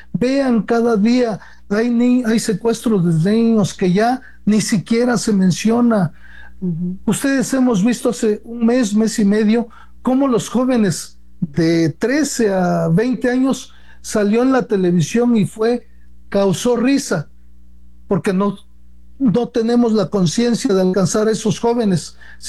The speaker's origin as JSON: {"language": "Spanish", "country": "Mexico"}